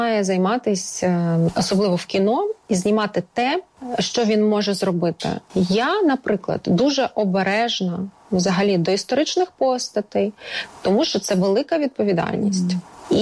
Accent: Lviv, Lviv Oblast, Ukraine

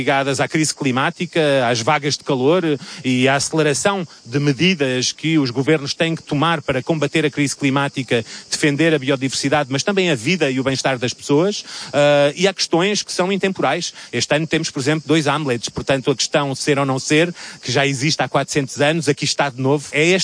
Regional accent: Portugal; now in Avignon, France; desse país irmão do meu país natal, Portugal

